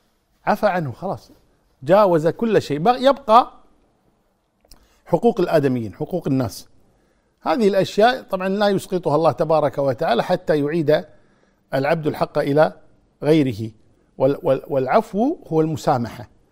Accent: Kuwait

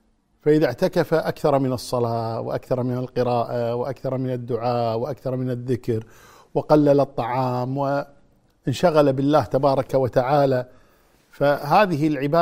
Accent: Kuwait

